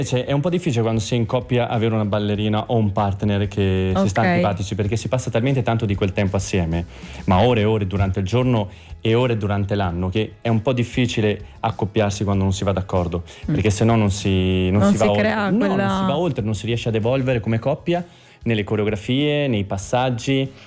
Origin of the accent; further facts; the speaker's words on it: Veneto, Italy; sono delle zone mie, sono di Schio.